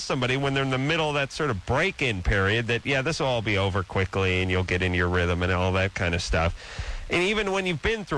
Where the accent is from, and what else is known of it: Los Angeles, California, United States